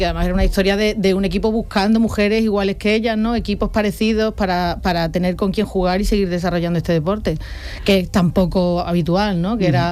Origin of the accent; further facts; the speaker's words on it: Mairena, Andalusia, Spain; yo soy de Mairena